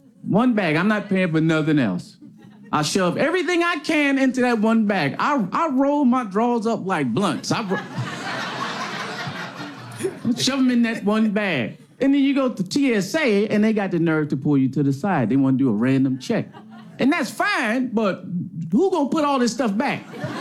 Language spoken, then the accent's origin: English; Detroit, Michigan, United States; I'm from Detroit.